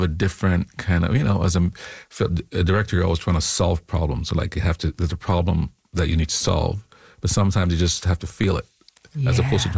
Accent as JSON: {"language": "English", "country": "Jamaica", "tie": "born there", "said": "I was born in Jamaica, you know, and so the idea of magic and reality operating on the same plane is not unusual for me."}